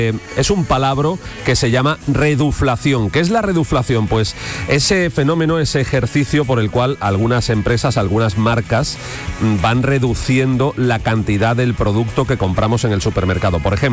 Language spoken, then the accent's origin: Spanish; Andalusia, Spain; Los españoles, los andaluces, cada vez cenamos antes.